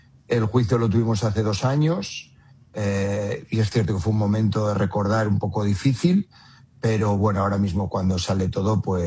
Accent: Valladolid, Castile and León, Spain; born or raised there; moved away as an adult

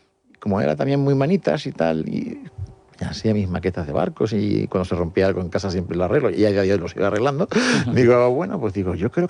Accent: Canary Islands, Spain; moved away as an adult; como todo canario que va a estudiar a Madrid, pues muchos de ellos estudian en colegios mayores

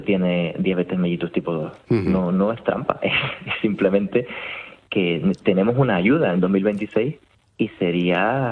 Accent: Canary Islands, Spain; accent: Canarian

